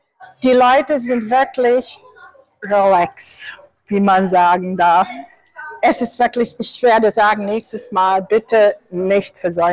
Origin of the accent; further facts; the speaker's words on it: Northern Bosnia, Bosnia & Herzegovina; German is a second language; Aus Bosnien, Nordbosnien, ein kleiner Staat, heißt Otak.